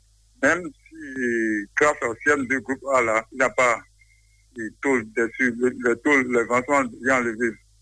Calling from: Porto-Novo, Ouémé, Benin; J'appelle de Port-Novo, commune Sagara, arrondissement de Marie, quartier Yerville.

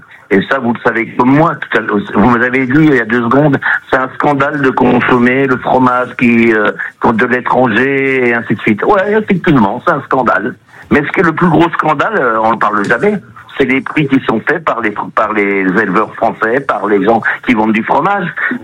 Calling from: France; Je vis en France

